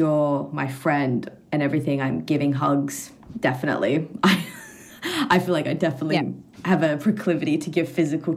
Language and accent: English; Australia; accent: Australian; And as soon as I hear him, I'm back into my true Australian accent.